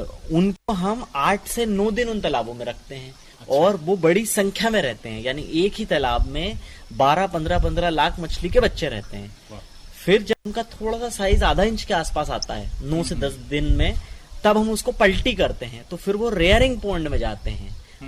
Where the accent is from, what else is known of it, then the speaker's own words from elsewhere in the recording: Hirapur, Madhya Pradesh, India; मैं ग्राम हीरापुर से हूँ, जिला सीहोर से।